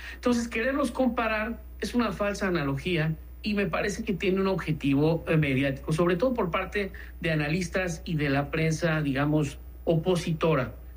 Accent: Mexico

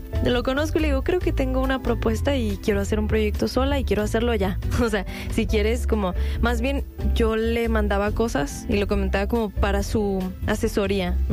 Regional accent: Tijuana, Baja California, Mexico; also born or lived in Los Angeles; Yo soy tijuanense, yo soy de Tijuana. Yo nací en Los Ángeles, pero me crié toda mi vida allá, ¿no?

